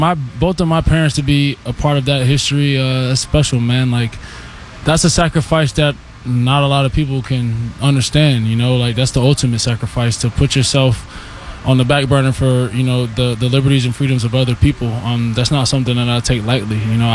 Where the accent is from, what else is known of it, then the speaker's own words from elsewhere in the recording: Florida, United States; moved away; I'm from Florida, so this is what it's like at 6 a.m.